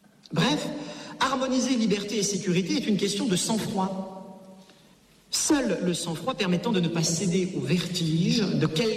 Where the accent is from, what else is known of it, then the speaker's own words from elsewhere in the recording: France; nous, en tant que Français, intégrés dans l'OTAN avec l'arme atomique